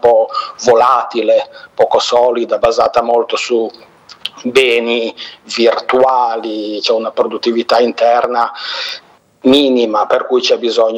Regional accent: Savignone, Liguria, Italy; moved away as an adult; also born or lived in Genoa; dei posti dove sono cresciuto, quindi la Valle Scrivia, Savignone, il mio paese, ma anche la stessa città di Genova.

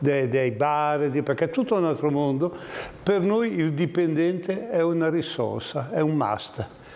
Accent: Arenzano, Liguria, Italy; io sono di Arenzano

